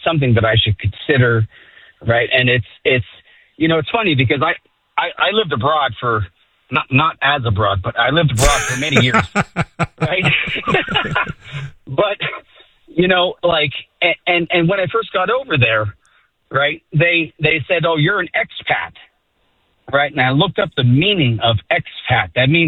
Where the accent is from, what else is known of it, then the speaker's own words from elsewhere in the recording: United States; now in Sacramento, United States; I am not an expatriate. I love my country very much, right? I love America. That is my hometown. That is my homeland, right? I am an American. I bleed red, white, and blue.